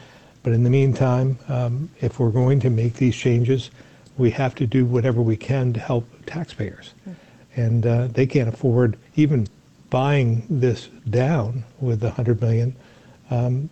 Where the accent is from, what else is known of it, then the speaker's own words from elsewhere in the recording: Barre, Vermont, United States; you can look at it right here in central Vermont. I grew up in Barrie, and when you look outside the window at the State House, you can see Montpelier High School